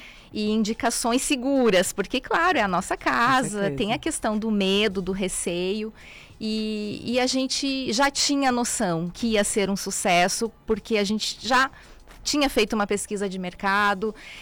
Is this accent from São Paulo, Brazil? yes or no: no; Rio Grande do Sul, Brazil; moved away; a gente veio do sul, muitos não sabem, né? Nós somos gaúchos